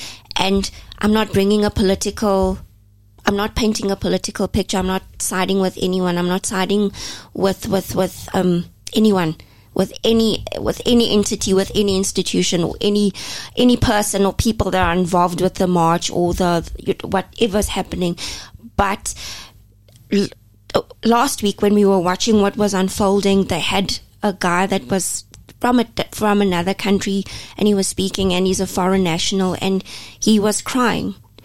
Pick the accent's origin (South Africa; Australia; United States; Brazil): South Africa; And I'm a South African as well, and I feel for my fellow South Africans